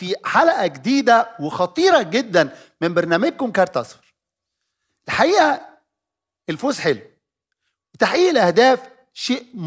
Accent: Egypt; في أهداف حصلت عندنا في مصر ما ننساهاش.

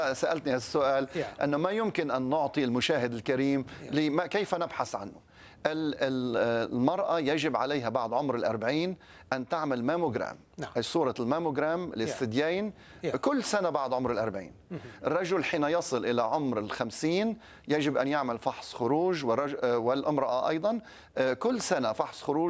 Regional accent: Lebanon; وأنا يعني أدرك جيدا كلبناني

